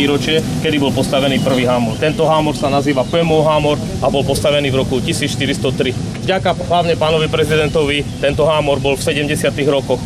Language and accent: Slovak; Medzev, Košice Region, Slovakia